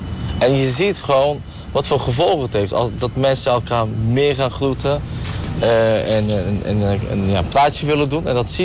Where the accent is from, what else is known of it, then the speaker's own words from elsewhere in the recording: Netherlands; Want ja, we vinden gewoon, ja, het is ook zo, we zijn Turks-Nederlanders. Dus ja. We hebben eigenlijk twee nationaliteiten.